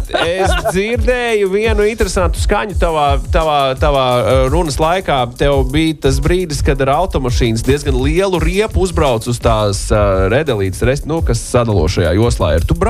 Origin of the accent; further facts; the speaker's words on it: Koknese, Aizkraukle Municipality, Latvia; Es pats esmu no Koknes, tāpēc es dzirdu savējo galu, kā runāt.